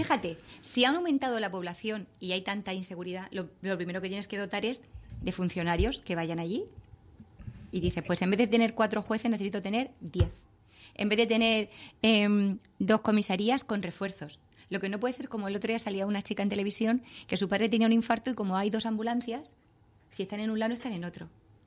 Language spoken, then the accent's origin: Spanish; Spain; yo soy española, pobre, y me llevan a Japón